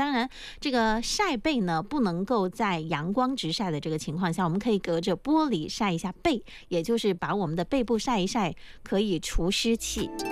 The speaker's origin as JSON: {"language": "Chinese", "region": "Fujian", "country": "China", "said": "花生呢，对于我们闽南人来说啊，它是非常重要的一种产物。"}